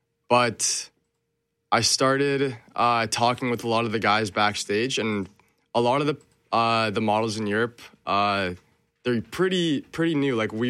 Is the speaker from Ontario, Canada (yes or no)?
no; Winnipeg, Manitoba, Canada; And coming from Winnipeg, on my mom's side, I'm Filipino and Slovenian. And then on my dad's side, white, British Canadian, I guess.